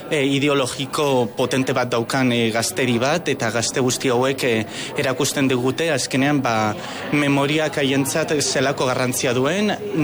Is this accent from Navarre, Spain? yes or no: no; Orduña, Basque Country, Spain; Urduñatik gatoz, Bizkaiatik